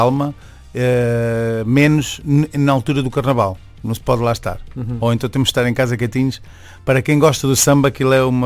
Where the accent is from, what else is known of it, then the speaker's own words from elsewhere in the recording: Venezuela; accent: Venezuelan; Venezuelano.